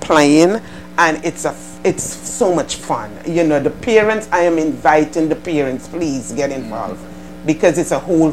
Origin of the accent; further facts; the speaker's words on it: Glanville's, Saint Philip, Antigua & Barbuda; now in Maryland, United States; I grew up in Glanville's Village. And I now reside in Maryland.